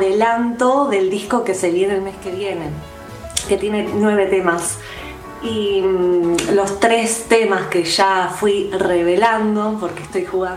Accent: Buenos Aires, Argentina; Yo soy de Parque Chas y tengo la suerte de ahora estar viviendo acá, de nuevo, en Parque Chas, en Cava.

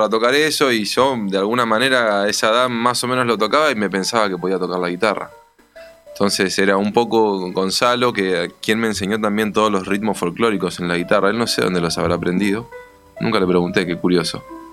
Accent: Buenos Aires, Argentina; Yo soy porteño

